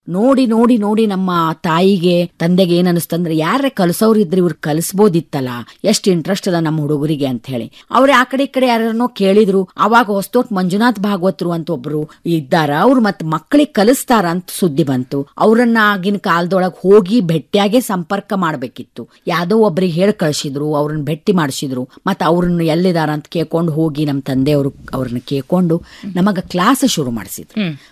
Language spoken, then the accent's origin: Kannada; Uttara Kannada district, Karnataka, India; born there; ನಮ್ಮ ಒಂದು ಉತ್ತರ ಕನ್ನಡ ಜಿಲ್ಲೆ ಒಳಗ ಬಹಳ ಸಾಮಾನ್ಯವಾಗಿ ನಾವು ಎಲ್ಲಾ ಕಡೆ ಯಕ್ಷಗಾನ ನೋಡ್ತೇವಿ